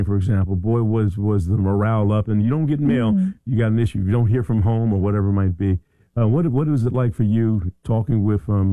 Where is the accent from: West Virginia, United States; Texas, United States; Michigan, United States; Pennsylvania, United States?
Pennsylvania, United States; Philadelphia; But I'm from Philadelphia.